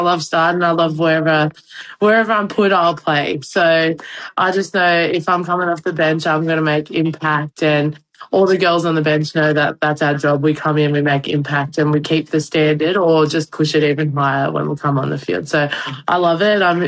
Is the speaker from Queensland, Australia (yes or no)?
no; New South Wales, Australia; born there; I was born in New South Wales.